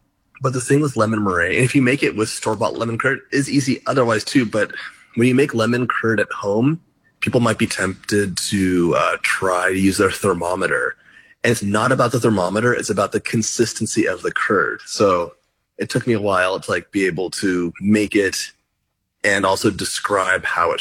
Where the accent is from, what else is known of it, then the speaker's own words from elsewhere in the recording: United States; As an American, I love pumpkin.